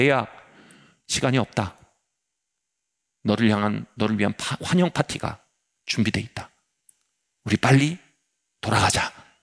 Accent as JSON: {"language": "Korean", "country": "South Korea", "said": "나는 한국에서 온 대학생입니다."}